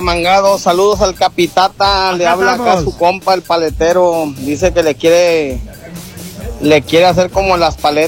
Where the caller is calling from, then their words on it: Navolato, Sinaloa, Mexico; Soy el churrero de Nabolato y DJ de Nabolato.